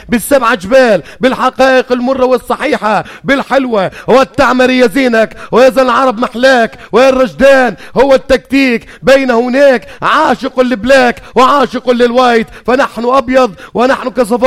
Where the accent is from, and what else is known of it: Syria